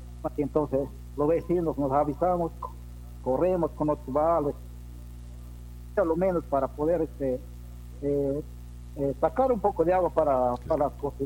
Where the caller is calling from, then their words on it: Peru; Estoy llamando de acá, del Centro Popular Huayco. Del Tirón o Viracocha.